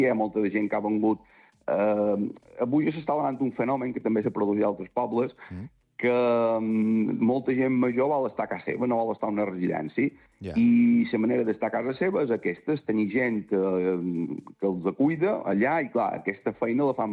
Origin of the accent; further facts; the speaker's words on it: Búger, Balearic Islands, Spain; som un poble petit, que tampoc no transcendeix massa com puguin ser altres pobles del voltant